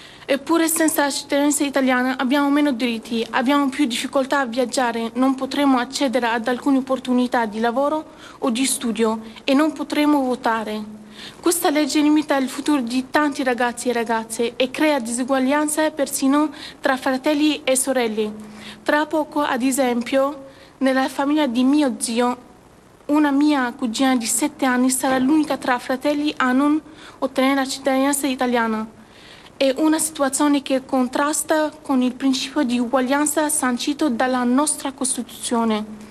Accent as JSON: {"language": "Italian", "country": "Syria", "tie": "born or raised there", "second_language": "Italian", "moved": "yes", "lives_now": "Italy", "said": "sono originaria della Siria. Sono arrivata in Italia insieme alla mia famiglia da più di 8 anni fa. grazie ai corridoi comunitari."}